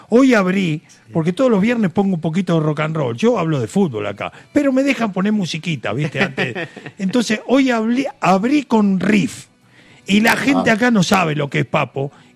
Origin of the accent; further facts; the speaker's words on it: Buenos Aires, Argentina; moved away as an adult; Soy un argentino de Parque Patricios que vino hace 20 años a dirigir fútbol.